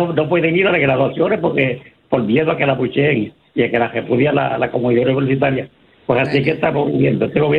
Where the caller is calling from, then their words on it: Caguas, Puerto Rico; de Cagua.